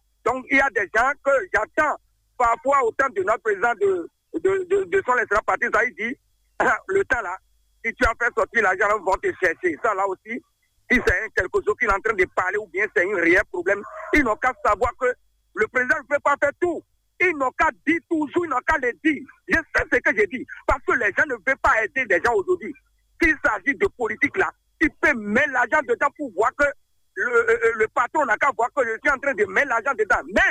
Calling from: Benin; Je vous appelle depuis Diguet.

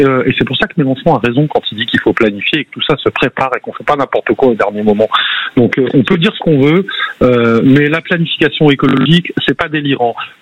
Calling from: Bordeaux, Nouvelle-Aquitaine, France; Bah moi je suis bordelais

